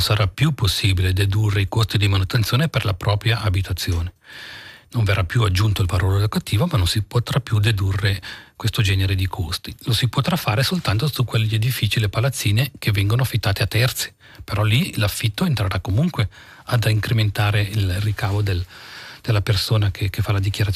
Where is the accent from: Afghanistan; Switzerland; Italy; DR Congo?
Switzerland; Piano di Peccia, Ticino; io sono originario del piano di Pecia